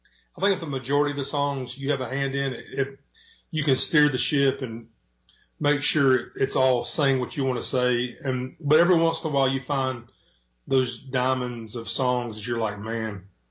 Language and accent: English; Memphis, Tennessee, United States; also born or lived in Pigeon Forge, Tennessee; now in Morgantown, Kentucky, United States; Well, I'm from Memphis, Tennessee.